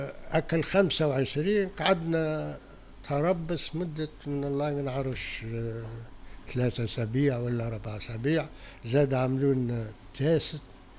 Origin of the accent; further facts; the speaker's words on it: Gafsa, Gafsa Governorate, Tunisia; وعملوه في مسقط راسي، جابوا الأفواج الكل في قفصة قدام الولاية